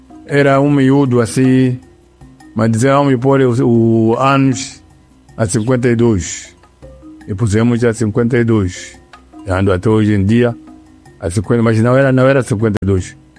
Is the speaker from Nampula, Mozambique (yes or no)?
no; Niassa, Mozambique; moved away; also born or lived in Tanzania; província do Niassa, a uma população chamada Manjessa, Kuche Chinunga, esse é Regulo Chinunga. É ali onde eu nasci, cresci, saí de lá.